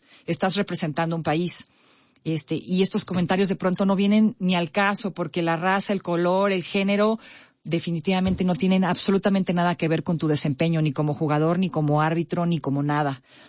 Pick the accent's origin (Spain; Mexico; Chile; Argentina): Mexico; estamos representando al país, a nuestro país. Nosotros como mexicanos